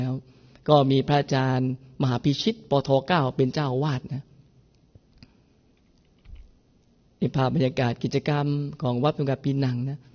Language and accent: Thai; Malaysia; moved away; เป็นชาวมาเลเซียและก็ได้ออกบวชในบวรพระพุทธศาสนาสร้างบารมีมาแล้ว 15 พรรษา